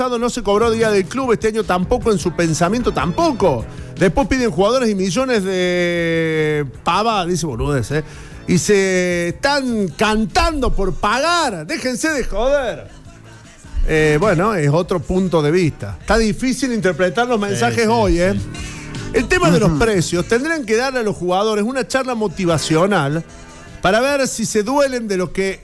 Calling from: Calchín, Córdoba, Argentina; de Calchín.

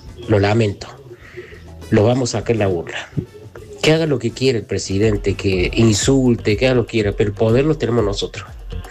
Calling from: Argentina; nosotros somos los argentinos

